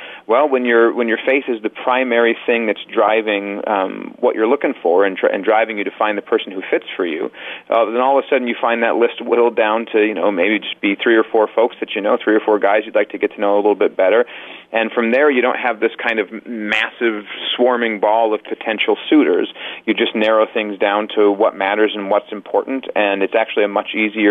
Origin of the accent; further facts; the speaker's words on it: Indianapolis, Indiana, United States; I used to go into this music store near my hometown, near in the music store in Indianapolis.